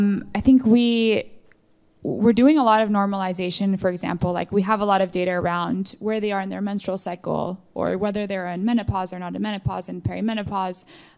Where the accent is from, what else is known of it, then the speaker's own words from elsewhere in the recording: Mexico; moved away; I'm from Mexico. I grew up in Mexico.